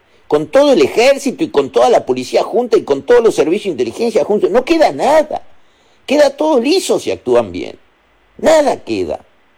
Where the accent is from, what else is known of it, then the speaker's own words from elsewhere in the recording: Uruguay; sabe que soy uruguayo